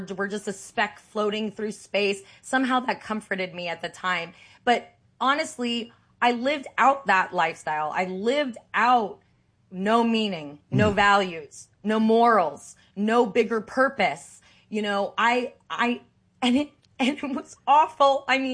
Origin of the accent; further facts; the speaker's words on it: Santa Monica, California, United States; I went back to the same synagogue where I grew up in Santa Monica.